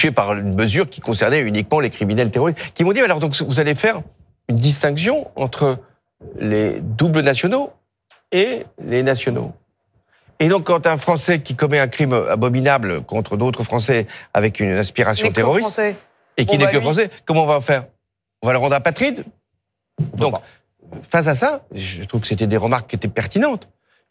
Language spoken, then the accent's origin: French; France; Moi, je suis français.